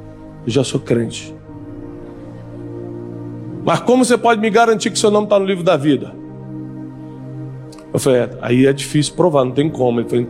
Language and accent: Portuguese; Rio de Janeiro, Brazil; born or raised there